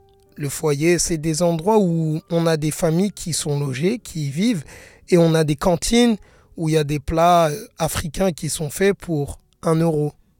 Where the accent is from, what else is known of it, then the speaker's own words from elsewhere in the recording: Paris, Île-de-France, France; je suis né le 19 avril 1989 à Paris 15e. … … qui, dans l'argot ivoirien, signifie de France. J'ai grandi sur Paris.